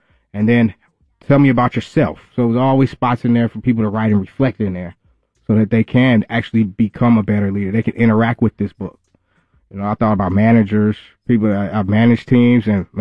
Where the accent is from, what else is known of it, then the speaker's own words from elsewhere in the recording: Minneapolis, Minnesota, United States; moved away as an adult; also born or lived in Atlanta, Georgia; I grew up in Minneapolis, Southside Minneapolis. I met my boo back in 2005, who had moved here from the Bahamas, and we got married, and then we moved to Atlanta, Georgia.